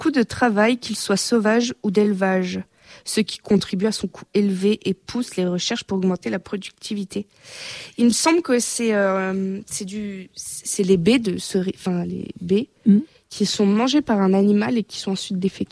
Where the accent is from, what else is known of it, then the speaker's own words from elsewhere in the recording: Italy; French is a second language; Non, je suis italienne.